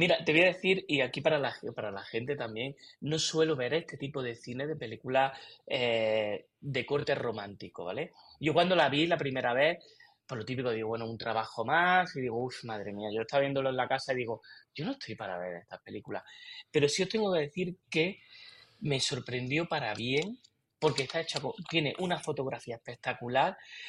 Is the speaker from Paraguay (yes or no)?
no; Granada, Andalusia, Spain; Granada, de donde yo soy